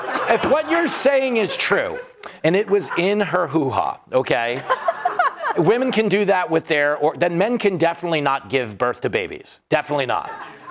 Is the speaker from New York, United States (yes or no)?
yes; New York, United States; because if I'm at a party growing up in New York and we run out of stuff, we go to the store